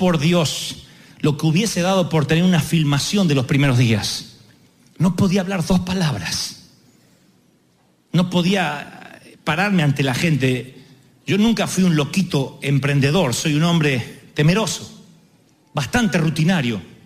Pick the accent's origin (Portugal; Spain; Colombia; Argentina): Argentina; Sé que soy argentino e insoportable, pero no típico.